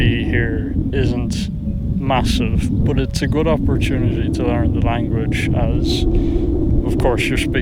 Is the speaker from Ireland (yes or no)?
yes; Ireland; moved away as an adult; now in Slovenia; Being Irish, the sun can be quite the difficulty, but besides that I absolutely love it.